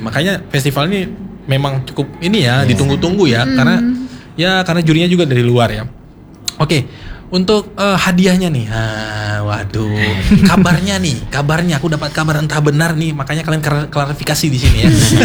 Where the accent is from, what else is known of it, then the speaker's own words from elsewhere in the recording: Aceh, Indonesia; Jadi ingin kita angkat budaya kita Aceh.